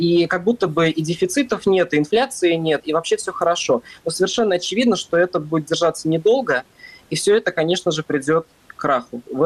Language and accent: Russian; Russia; moved away as an adult; now in Germany; Я уехал из России 3 января этого года, и поэтому я в Германии уже 7 месяц.